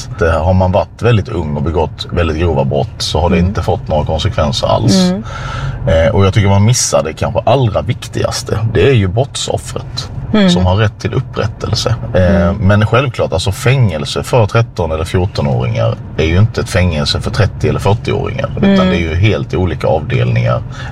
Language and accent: Swedish; Sölvesborg, Blekinge, Sweden; i närradion hemma i Sölvesborg